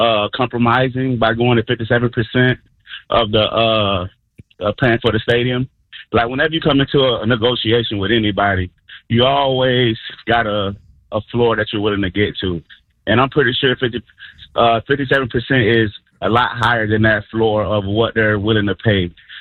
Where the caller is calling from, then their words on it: Lakeland, Florida, United States; So I'm from Lakeland, sir.